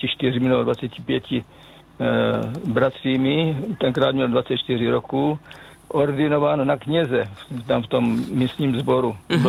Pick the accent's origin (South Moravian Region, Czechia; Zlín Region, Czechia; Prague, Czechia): South Moravian Region, Czechia; Kyjov; born there; Je to Moravské Slovácko, mikroregion Bzenec. Narodil jsem se v Kyjově.